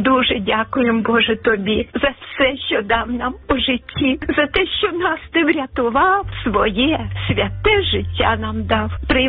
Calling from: Kharkiv, Kharkiv Oblast, Ukraine; я з Харкова

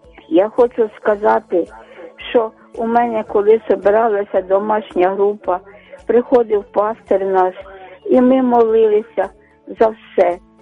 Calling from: Kyiv, Ukraine; я з Оболоні.

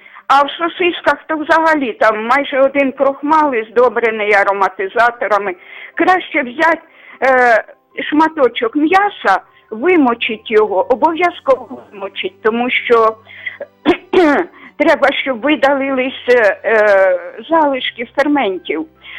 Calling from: Kyiv, Ukraine; Я зараз телефоную з Києва.

